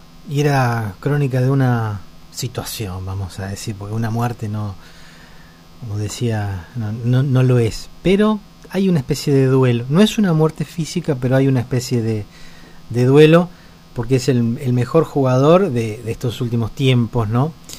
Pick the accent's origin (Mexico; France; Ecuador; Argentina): Argentina; cómo somos los argentinos